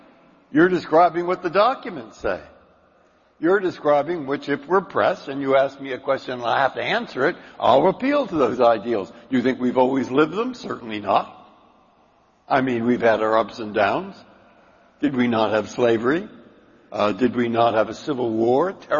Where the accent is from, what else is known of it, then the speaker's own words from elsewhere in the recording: San Francisco, California, United States; Now, you see what growing up in San Francisco was like?